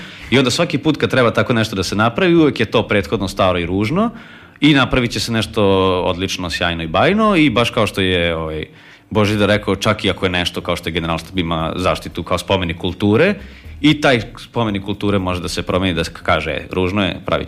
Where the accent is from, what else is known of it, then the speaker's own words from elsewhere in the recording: Novi Sad, Vojvodina, Serbia; ja sam iz Novog Sada i ja radim u Novom Sadu. I ja mogu da primetim i vidim da Novi Sad ne liči uopšte na onaj Novi Sad u kom sam ja odrastao i u kom sam se školovao.